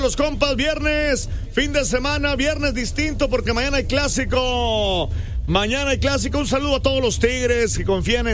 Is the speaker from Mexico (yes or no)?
yes; Guadalupe, Nuevo León, Mexico; born there; estamos en mi tierra, en la plaza principal de Ciudad Guadalupe